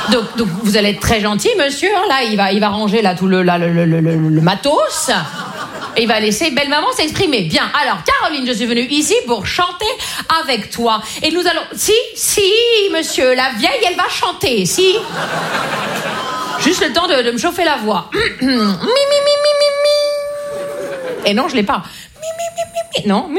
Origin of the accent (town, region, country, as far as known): Grand Est, France; accent: Vosges